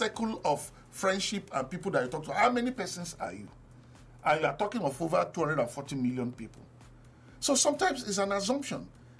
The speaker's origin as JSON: {"language": "English", "country": "Nigeria", "said": "I always tell people that I'm a Nigerian too."}